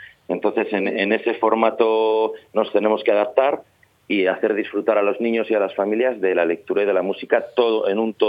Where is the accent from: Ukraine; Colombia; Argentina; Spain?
Spain; Valladolid, Castile and León